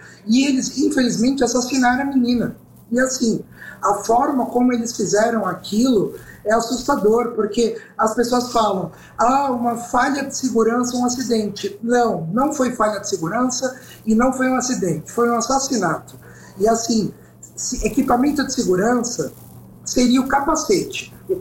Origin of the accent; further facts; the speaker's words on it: São Paulo, Brazil; Eu sou do litoral, aqui da Baixada.